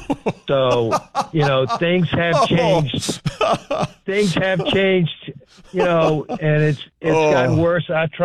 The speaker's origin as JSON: {"language": "English", "region": "the South", "country": "United States", "tie": "born or raised there", "moved": "yes", "lives_now": "New York State, United States", "said": "Number one, I'm from New York State, just to mention it. I grew up in the South, though."}